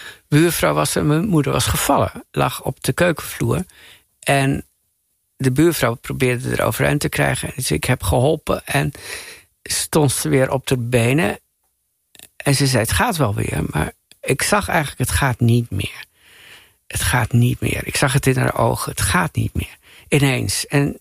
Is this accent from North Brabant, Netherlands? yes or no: no; Assen, Drenthe, Netherlands; born or raised there